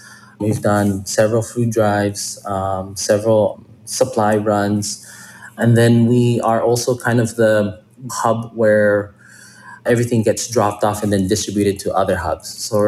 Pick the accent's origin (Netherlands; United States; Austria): United States; Kauai, Hawaii; born there; a lot of people who were born and raised on Kauai